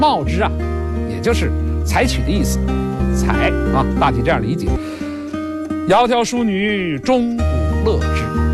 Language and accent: Chinese; China; 我们中国人